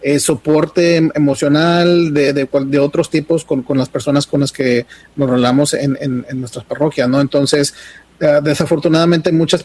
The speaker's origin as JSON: {"language": "Spanish", "town": "San Nicolás de los Garza", "region": "Nuevo León", "country": "Mexico", "tie": "born or raised there", "moved": "yes", "said": "desde que dejé mi terruño en mi Monterrey querido, San Nicolás de los Garza, para ser preciso."}